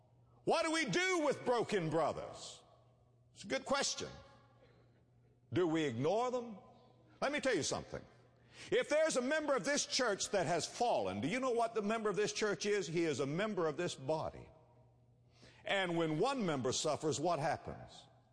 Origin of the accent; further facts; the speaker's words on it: West Palm Beach, Florida, United States; I was raised in West Palm Beach, Florida.